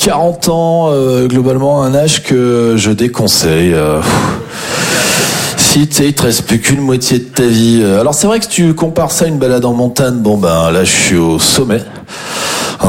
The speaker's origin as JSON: {"language": "French", "town": "Champagnole", "region": "Bourgogne-Franche-Comté", "country": "France", "tie": "born or raised there", "said": "Non, je suis originaire d'une petite commune qui s'appelle Champagnol."}